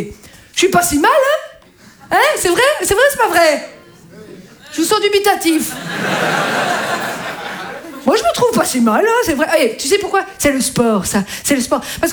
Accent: Belgium; oui je suis belge aussi, oui. Je sais, c'est pas facile. Oui, j'ai toujours eu le chic d'habiter dans ce pays magnifique

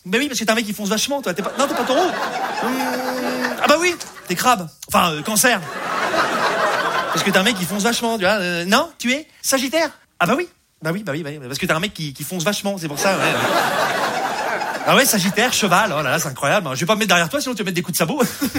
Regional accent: Rouen, Normandy, France; je viens de Rouen, voilà, je vous le dis. Hein, je sais pas si vous connaissez un peu Rouen, c'est la Normandie, voilà.

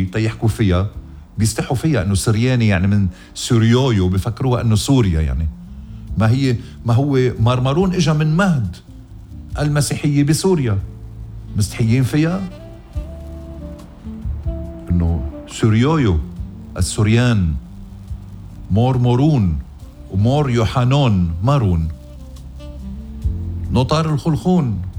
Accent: Lebanon; نتيجة الإشياء اللي عم بتصير بوطننا لبنان. أخ يا بلدي لبنان، أخ أخ.

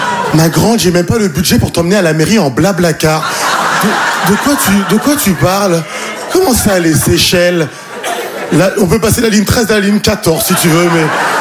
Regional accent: Île-de-France, France; now in Paris, France; j'ai grandi en banlieue parisienne. Aujourd'hui, j'habite à Paris.

